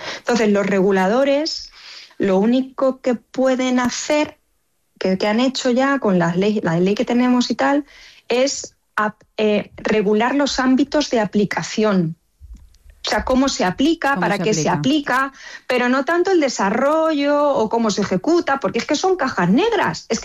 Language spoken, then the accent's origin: Spanish; Villarrobledo, Castilla-La Mancha, Spain; porque yo soy de Villarrobledo, anda, así que aunque anda, ahora vivo ahora vivo en Chinchilla de Montaragón, pero soy de Villarrobledo.